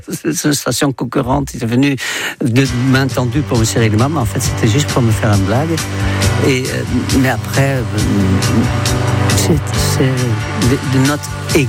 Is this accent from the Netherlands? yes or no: yes; Netherlands; born or raised there; French is a second language; moved away as an adult